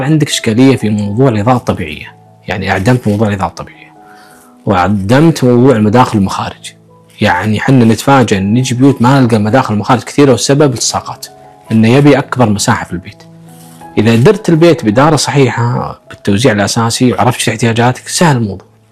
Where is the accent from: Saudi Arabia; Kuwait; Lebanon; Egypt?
Kuwait; اللي يخرب البيت بالكويت عندنا